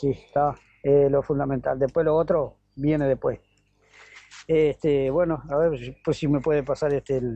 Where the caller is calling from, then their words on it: Tacuarembó, Uruguay; tacuarembense, 24500 de la ruta 5.